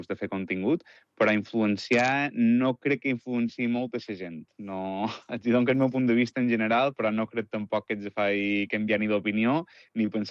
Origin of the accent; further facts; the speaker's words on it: Sineu, Balearic Islands, Spain; Jo soc de Sineu. La meva mare és Llongueta, de Santa Catalina, i mon pare és de Zamora. I jo he nascut i m'he criat i visc encara dia d'avui a Sineu.